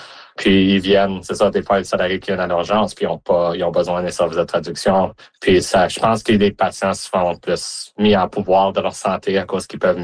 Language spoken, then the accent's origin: French; Mont-Laurier, Quebec, Canada; now in Alberta, Canada; Originalement, je viens du Québec, de Mont-Laurier. Puis, on a déménagé, moi et ma famille, en 2006, puis ça va faire ça bientôt 20 ans que je suis en Alberta.